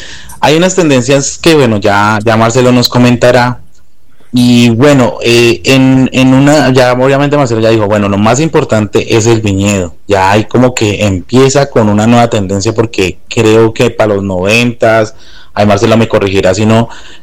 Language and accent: Spanish; Colombia; nosotros somos colombianos, yo como que les hacía caras a los profesores, yo, ah, no sé, señor, a mí eso no es que me, esto, y más que yo crecí también en finca cafetera